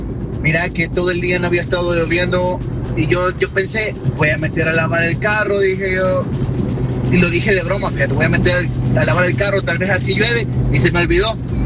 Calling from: San Miguel, El Salvador; Mira, mano, que hay un pencazo de agua aquí en San Miguel.

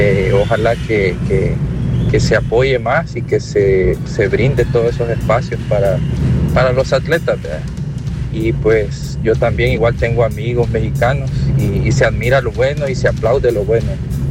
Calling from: El Salvador

